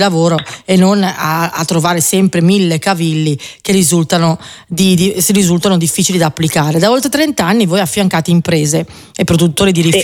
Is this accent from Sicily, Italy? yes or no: no; Lombardy, Italy; Lo dico da lombarda, noi non